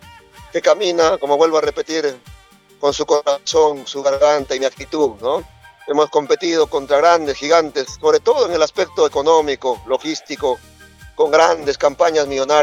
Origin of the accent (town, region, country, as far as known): Ancash, Peru